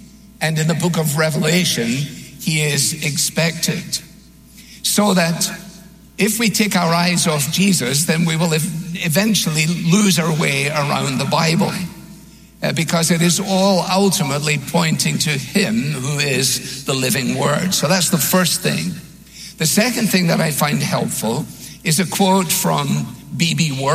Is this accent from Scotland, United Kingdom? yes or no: yes; Scotland, United Kingdom; as a Scotsman, I don't like to waste electricity or anything.